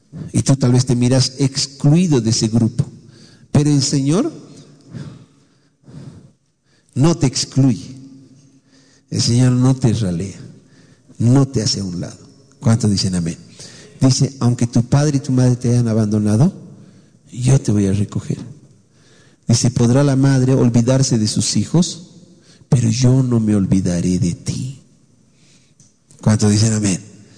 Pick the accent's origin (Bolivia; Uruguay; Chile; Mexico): Bolivia; la mayoría de los que estamos aquí somos bolivianos.